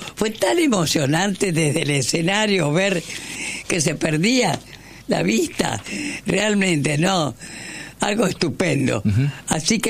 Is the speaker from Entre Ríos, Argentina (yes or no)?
yes; Paraná, Entre Ríos, Argentina; yo soy de Paraná